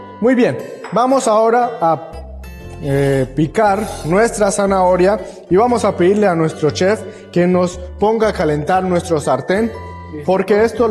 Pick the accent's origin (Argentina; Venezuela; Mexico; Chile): Venezuela; Soy de Venezuela y la verdad me ha encantado las riquísimas recetas que podemos encontrar ahí.